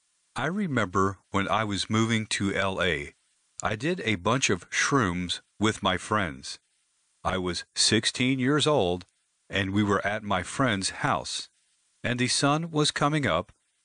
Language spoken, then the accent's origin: English; Pacific Northwest, United States; I'm from the Pacific Northwest. We were ahead of the curve on a lot of that stuff in the 80s and 90s.